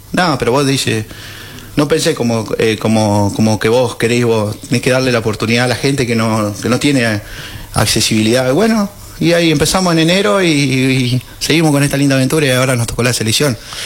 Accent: Laboulaye, Córdoba, Argentina; somos de acá de la Oblaye

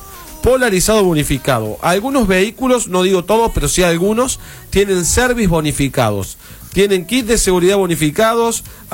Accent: Laboulaye, Córdoba, Argentina; yo soy oriundo de La Bulaye justamente

